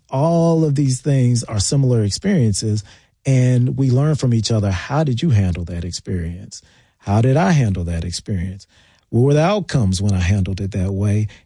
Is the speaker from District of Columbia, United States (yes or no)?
yes; Washington, District of Columbia, United States; also born or lived in Prince George's County, Maryland; we were born and raised in Washington, D.C., raised in the Prince George's County area.